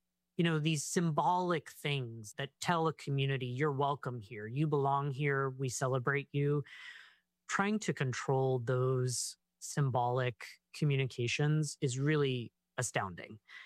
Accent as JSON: {"language": "English", "town": "Colorado Springs", "region": "Colorado", "country": "United States", "tie": "born or raised there", "said": "in my hometown of Colorado Springs, where I was raised, the Club Q shooting occurred."}